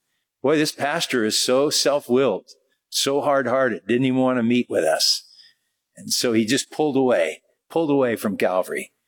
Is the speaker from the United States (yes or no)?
no; Germany; I'm from Germany in the Autobahn.